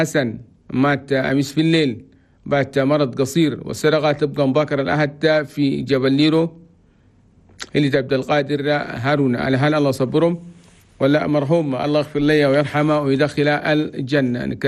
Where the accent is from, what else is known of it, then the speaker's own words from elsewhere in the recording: Chad; والخريف المبارك في بلدنا تشاد بلد تومي